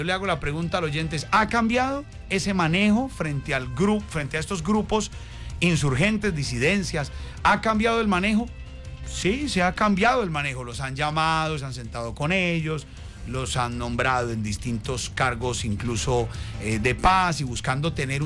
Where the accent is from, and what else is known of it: Colombia